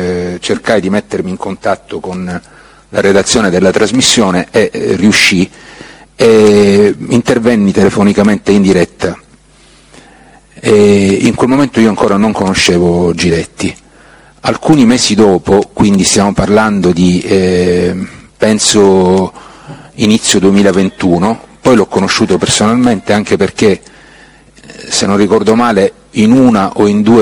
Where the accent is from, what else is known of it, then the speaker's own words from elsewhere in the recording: Palermo, Sicily, Italy; born there; sono nato a Palermo il 26 aprile 1961.